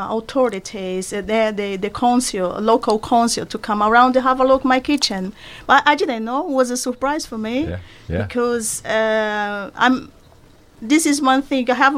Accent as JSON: {"language": "English", "country": "Brazil", "second_language": "English", "moved": "as an adult", "lives_now": "England, United Kingdom", "said": "I'm from Brazil, yep. Of course. And yes, I've been in England for almost 20 years."}